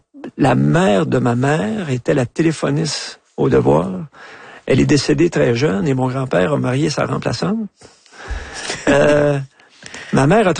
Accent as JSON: {"language": "French", "region": "Quebec", "country": "Canada", "said": "Puis il m'a surtout appris à aimer mon pays, le Québec."}